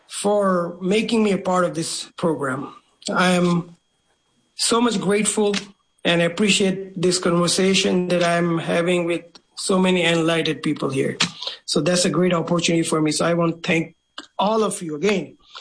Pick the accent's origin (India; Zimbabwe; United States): India; when we are growing up in India